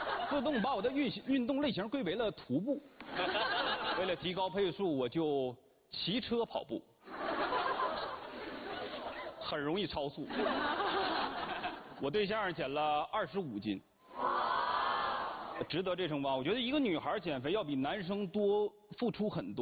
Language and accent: Chinese; Northeast China, China; 最怕就是吃我们家乡菜东北菜